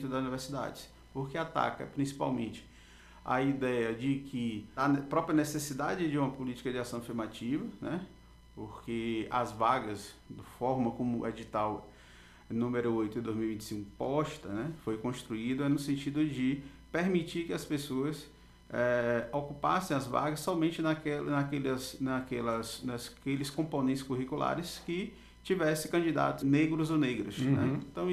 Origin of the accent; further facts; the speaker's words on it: Bahia, Brazil; Eu sou da Bahia, né? Minha formação é lá na Universidade Federal da Bahia